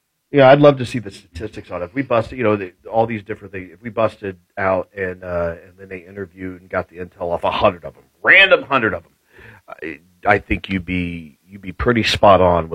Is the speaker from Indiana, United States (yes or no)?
yes; Indianapolis, Indiana, United States; I am an indie guy. I grew up in Indianapolis. I love the city of Indianapolis.